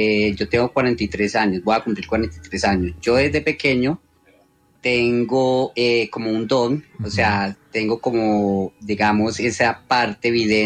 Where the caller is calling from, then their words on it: Medellín, Antioquia, Colombia; Desde Medellín.